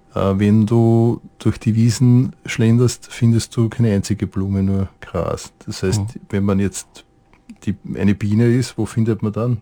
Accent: Lower Austria, Austria; ich bin ja in Niederösterreich aufgewachsen, da gibt es sehr viel Monokultur, vor allen Dingen Gugerutz und Weizen.

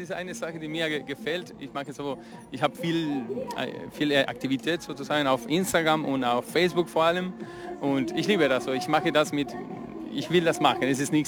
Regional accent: Rosario, Santa Fe, Argentina; moved away; ich komme aus Rosario, dieselbe Stadt, in der Messi, der Fußballspieler, und Sammy Rossi geboren sind.

